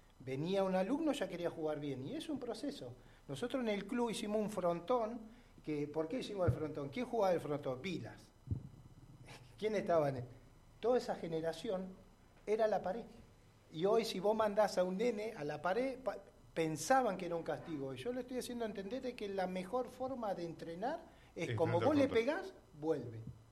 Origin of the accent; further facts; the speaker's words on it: Neuquén, Argentina; yo, por ejemplo, soy de Neuquén y toda la vida jugué en el tenis club.